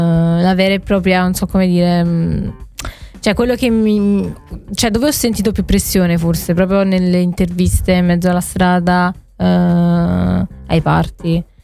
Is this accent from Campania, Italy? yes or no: yes; Caserta, Campania, Italy; moved away as an adult; also born or lived in Rome; now in Milan, Italy; io sono di Caserta.